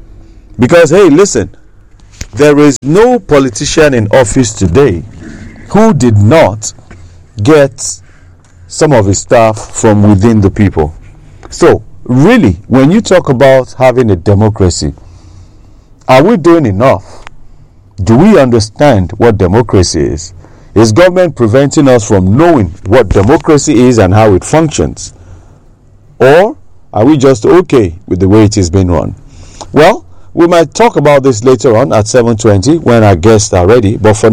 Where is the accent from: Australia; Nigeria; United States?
Nigeria; as a Nigerian who has stayed outside Nigeria or even within Nigeria